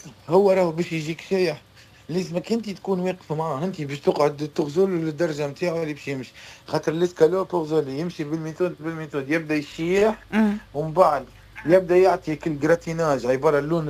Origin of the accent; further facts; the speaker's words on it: Tunisia; بالنسبه لنا احنا تونسي